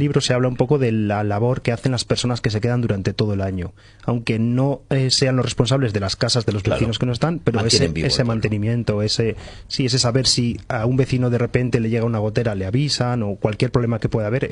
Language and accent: Spanish; Babón, Spain; Por desgracia, en mi pueblo, en los años 90 se cerró la escuela. Yo fui uno de esos últimos chavales que fueron a la escuela en Babón